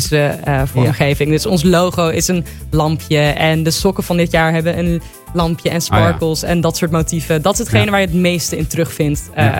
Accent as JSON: {"language": "Dutch", "town": "Den Helder", "region": "North Holland", "country": "Netherlands", "moved": "yes", "lives_now": "Leiden, Netherlands", "said": "ik kom uit Den Helder"}